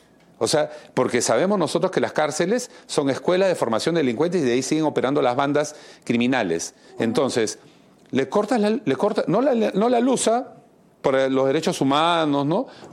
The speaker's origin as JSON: {"language": "Spanish", "country": "Peru", "said": "Vemos nosotros que, como peruanos en general, no hay mucha acción, mucha ejecución."}